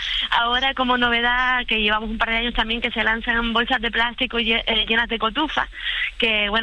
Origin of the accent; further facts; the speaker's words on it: San Cristóbal de La Laguna, Canary Islands, Spain; Pues mira, yo soy de la Laguna y tenemos dos fiestas.